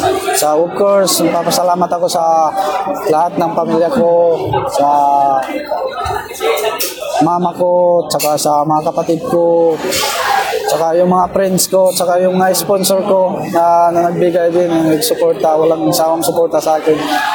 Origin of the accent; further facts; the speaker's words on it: Siargao, Surigao del Norte, Philippines; Ako sa Siargao Island.